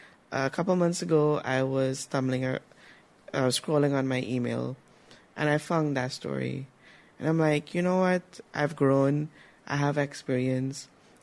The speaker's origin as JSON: {"language": "English", "region": "Berbice", "country": "Guyana", "said": "I am 30 years old. I'm from Barbies, a proud Barbiesian."}